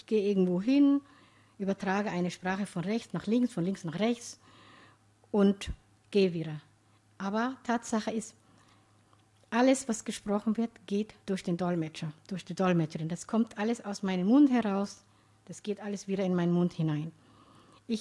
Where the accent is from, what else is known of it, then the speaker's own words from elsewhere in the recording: Somalia; ich komme aus Somalia, aber ich kann in Somalia nicht arbeiten wegen den vielen Anschlägen und den vielen Problemen